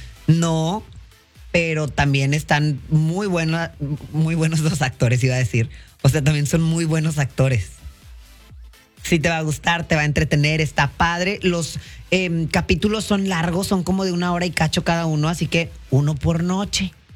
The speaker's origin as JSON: {"language": "Spanish", "country": "Mexico", "tie": "born or raised there", "moved": "yes", "lives_now": "United States", "said": "Desde México, allá en México salía en Canal 5, les decía, los domingos, pura Ley y el Orden, desde que soy una niña. Y ahora, en la tele, acá en Estados Unidos"}